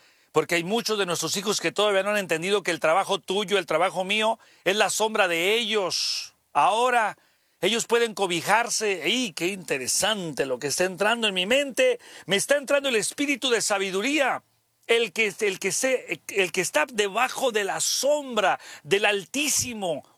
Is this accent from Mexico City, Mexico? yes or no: no; Santiago Ixcuintla, Nayarit, Mexico; born there; moved away; yo soy de Nayarit. Y qué bonito este Pic y todo Nayarit. Qué lindo es mi Santiago, lugar donde nací.